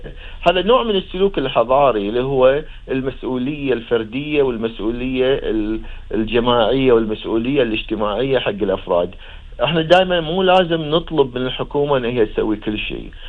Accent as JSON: {"language": "Arabic", "country": "Kuwait", "said": "عندنا بالكويت"}